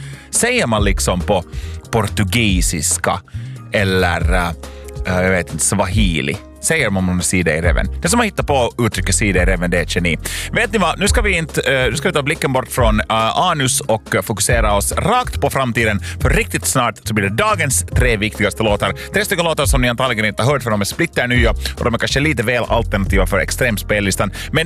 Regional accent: Uusimaa, Finland; Jag var endast liksom som, jag som nylänning. Det enda som, vad heter det, österbottningarna hade kommit med vad gäller min dialekt var det att jag sa inga.

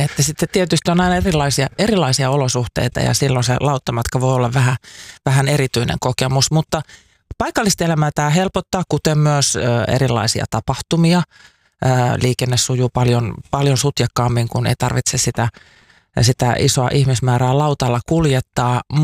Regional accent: Northern Ostrobothnia / Kainuu, Finland; moved away; vaikka sieltä Oulu-Kainuun seudulta olen kotoisin, en ole koskaan käynyt Hailuodossa.

